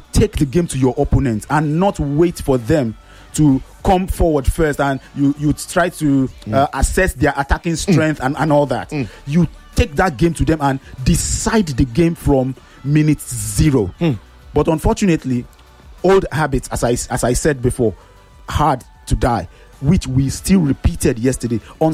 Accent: Nigeria; as a Nigerian

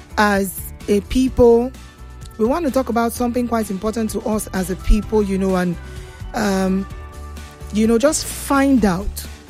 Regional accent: Nigeria

